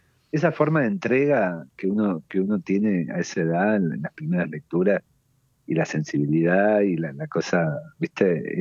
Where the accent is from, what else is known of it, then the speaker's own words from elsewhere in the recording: San Francisco, Córdoba, Argentina; una tía en Morteros, que es una ciudad ahí cerca de San Francisco, donde yo nací.